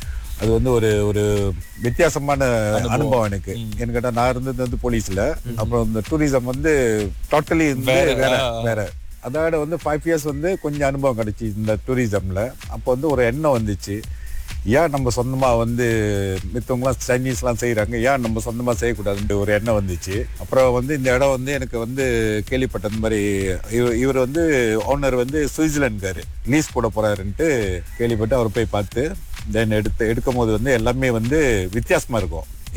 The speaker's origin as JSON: {"language": "Tamil", "town": "Pangkor", "region": "Perak", "country": "Malaysia", "tie": "born or raised there", "also_born_or_lived": "Sitiawan", "said": "நான் பிறந்த ஊரு, ஃபம் த்ரீ வரைக்கும் பங்கூர்ல படிச்சேன்."}